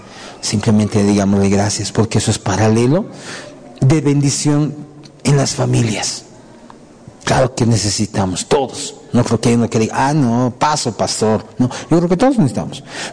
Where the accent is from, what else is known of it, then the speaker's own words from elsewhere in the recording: Bolivia; Nosotros también somos bolivianos.